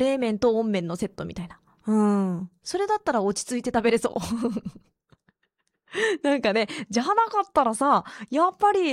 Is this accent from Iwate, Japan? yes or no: yes; Morioka, Iwate, Japan; 自分のふるさと盛岡というのをラベルで見ると嬉しくなるもんです。